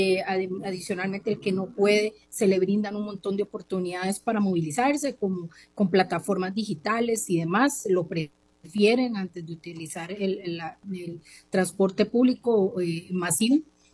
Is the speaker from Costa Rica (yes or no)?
yes; Costa Rica